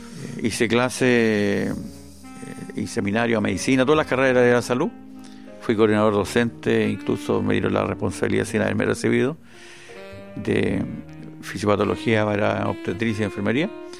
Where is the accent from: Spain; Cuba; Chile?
Chile; O'Higgins; moved away as an adult; después volví a mi tierra, porque yo soy de la sexta región, volví a la región de O'Higgins